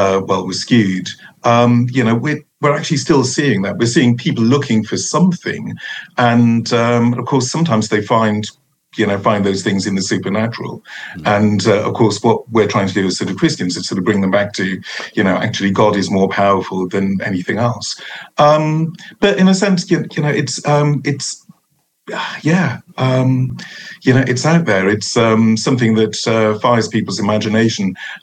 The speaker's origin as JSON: {"language": "English", "town": "Merthyr Tydfil", "region": "Wales", "country": "United Kingdom", "tie": "born or raised there", "moved": "as an adult", "lives_now": "Cardiff, United Kingdom", "said": "I'm from Merthyr, as you can tell from the accent. So Merthyr Tydfil, a large town in the South Wales Valleys, about 25 miles north of Cardiff. I grew up there, went to school there"}